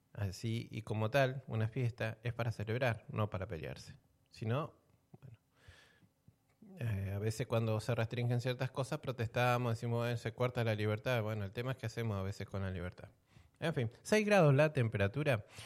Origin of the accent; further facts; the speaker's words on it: Argentina; acá somos todos argentinos